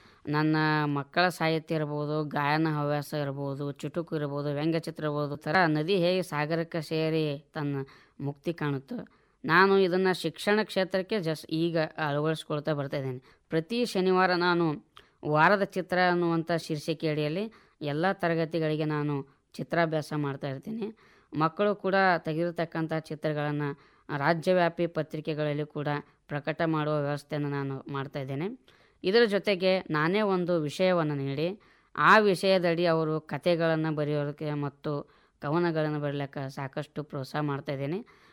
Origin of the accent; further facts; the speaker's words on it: Vijayapura, Karnataka, India; ನಮ್ಮ ವಿಜಯಪುರ ಸ್ಮಾರಕಗಳ ನಗರಿ ಅಂತ ಹೇಳ್ಬೋದು.